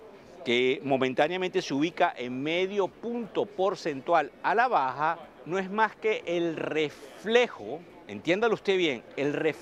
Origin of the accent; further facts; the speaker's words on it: Venezuela; usted sabe que yo soy el venezolano de Negocios TV